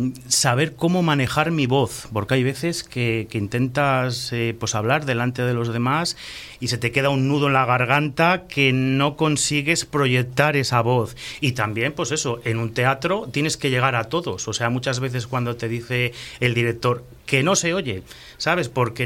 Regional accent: Valladolid, Castile and León, Spain; vengo de Valladolid.

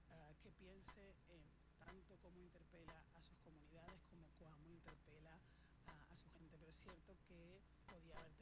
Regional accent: Canary Islands, Spain; accent: Canarian; also born or lived in Córdoba; Sí, yo es que me siento muy canaria, cordobesa también, porque además ahora me he unido a la Fundación Antonio Gala y me lo paso genial y vuelvo a Córdoba

